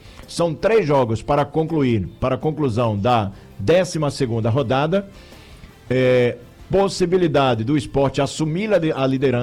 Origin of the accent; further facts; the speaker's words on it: Pernambuco, Brazil; now in João Pessoa, Brazil; Boa noite, sou pernambucano. Hoje moro em João Pessoa.